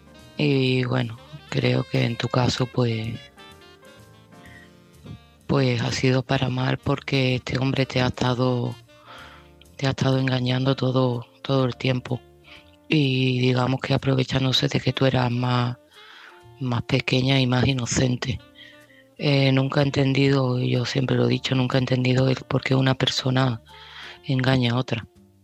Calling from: Seville, Andalusia, Spain; de Sevilla y este mensaje va para Cristina.

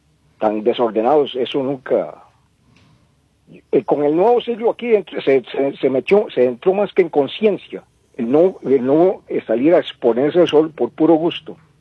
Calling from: Desamparados, San José, Costa Rica; de Desamparados.

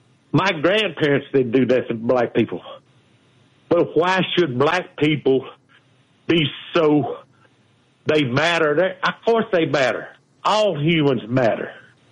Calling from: the South, United States; I'm from the South, and I love the South

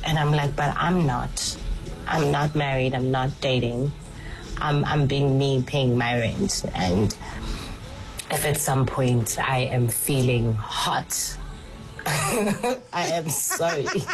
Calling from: Fourways, Gauteng, South Africa; I'm here from Four Ways.

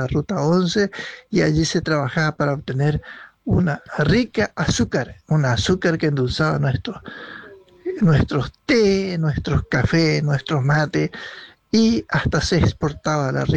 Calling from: Santa Fe, Argentina; del Chaco Santafesino.

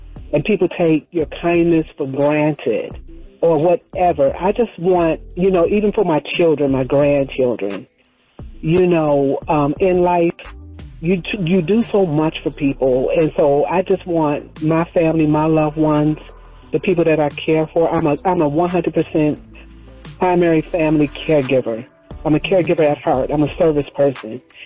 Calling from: Marietta, Georgia, United States; I'm calling from Marietta, Georgia.

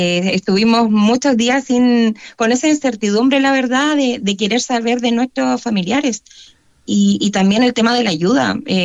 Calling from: Chile; somos los chilenos

